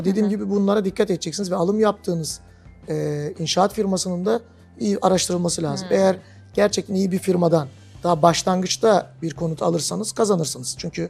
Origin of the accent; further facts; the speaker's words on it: Istanbul, Turkey; born there; also born or lived in Bursa; now in Izmir, Turkey; Ben 20.01.1980 İstanbul doğumluyum. Hı hı. Uzun yıllar Bursa'da yaşadım. İstanbul'da da 97'den 2004'e kadar Tahtakale dediğimiz bölgede ticaretle uğraştım.